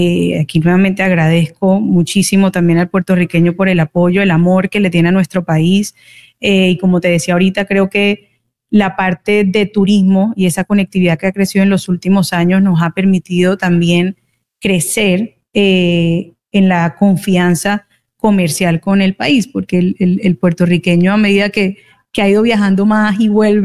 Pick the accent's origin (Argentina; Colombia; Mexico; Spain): Colombia; el colombiano ama una salsa y crecemos todos escuchando a los salseros puertorriqueños.